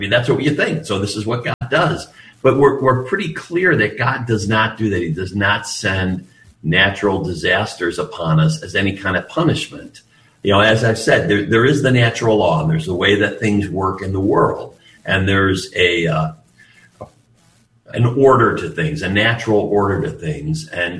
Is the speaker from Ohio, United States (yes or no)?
yes; Cleveland, Ohio, United States; I grew up in the Cleveland area.